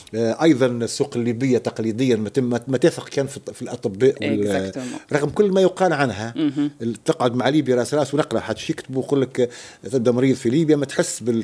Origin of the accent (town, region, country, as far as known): Tunisia